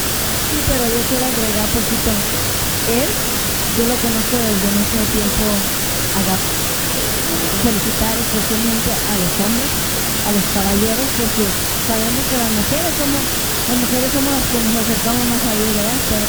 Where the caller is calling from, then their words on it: Fontana, California, United States; Vengo de Fontana y yo la verdad que sí estoy muy feliz por la estación de radio de Cristian Moreno Valley